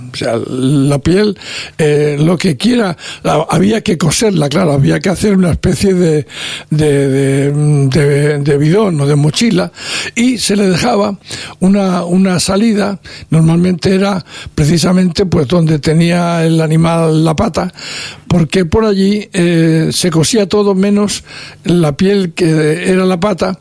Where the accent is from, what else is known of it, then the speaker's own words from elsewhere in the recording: La Rioja, Spain; allí en La Rioja le llamaban pellejos. Y yo recuerdo pues el camión que iba por mi pueblo, que los recogía y los llevaba a los lugares donde se vendía vino